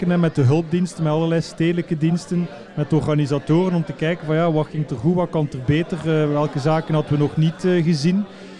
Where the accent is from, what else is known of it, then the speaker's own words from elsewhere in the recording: Ghent, Flanders, Belgium; als Gentenaar